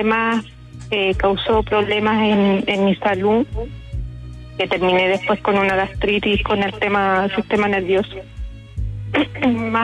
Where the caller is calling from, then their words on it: San Ramón, Santiago Metropolitan Region, Chile; desde San Ramón.